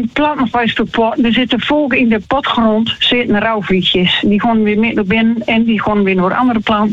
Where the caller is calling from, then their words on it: Uithuizermeeden, Groningen, Netherlands; Uit Huizenmeden.